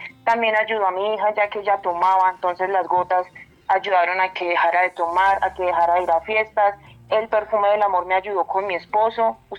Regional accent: Neiva, Huila, Colombia; now in Medellín, Colombia; Yo lo llamo desde Medellín, soy de Neiva, Huila.

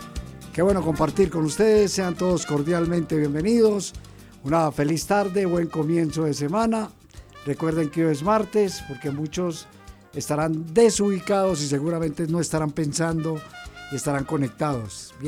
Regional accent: Colombia; Ese es el tema de una sociedad como la colombiana

